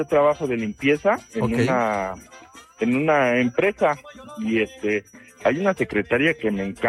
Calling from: Mexico City, Mexico; tengo 28 años. Soy de Iztapalapa.

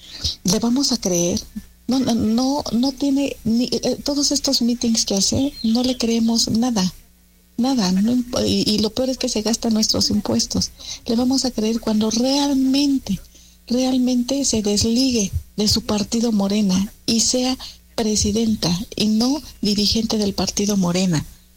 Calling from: Toluca, State of Mexico, Mexico; de Toluca.

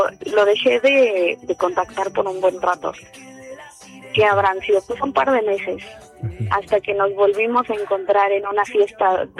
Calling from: Mexico City, Mexico; Soy de la alcaldía de Coyoacán, tengo 26 años.

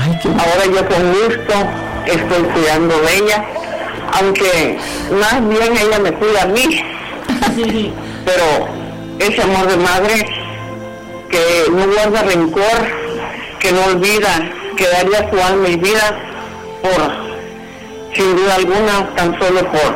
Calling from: Tapachula, Chiapas, Mexico; de Tapachula, Chiapas.

